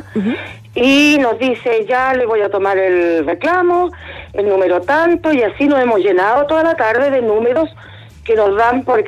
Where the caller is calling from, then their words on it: Conchalí, Santiago Metropolitan Region, Chile; De Conchalí.